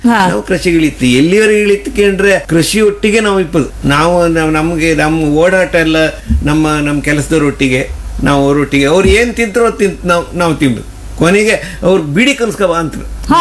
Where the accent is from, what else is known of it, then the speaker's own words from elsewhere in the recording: Kundapura, Karnataka, India; accent: Kundapura Kannada; moved away; ನಾನು ಕುಂದಾಪುರದ ಅಂತೇಳಿ ಅವ್ರು ನಾನು ಕನ್ನಡದಲ್ಲೇ ಮಾತಾಡೋದು ಶುರು ಮಾಡ್ರು.